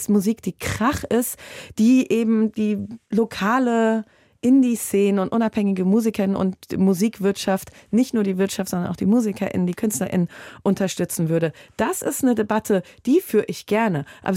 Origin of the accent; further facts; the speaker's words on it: Hesse, Germany; Und ja, als Hessin meine ich auch Südhessisch.